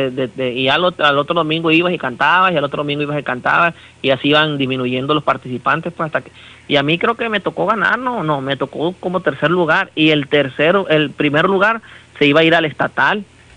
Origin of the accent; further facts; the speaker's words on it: Pijijiapan, Chiapas, Mexico; born there; Nunca se me ha dado la oportunidad de tocar en mi pueblo, ni cuando tocaba con la banda corceleña de Tuxtla Gutiérrez, tocaba con un norteño aquí en mi pueblo que se llama